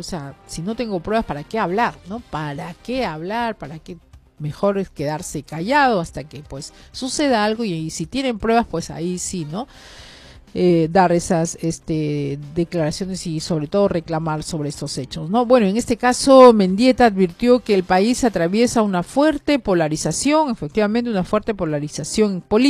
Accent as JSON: {"language": "Spanish", "country": "Peru", "said": "pero finalmente todos todos somos peruanos"}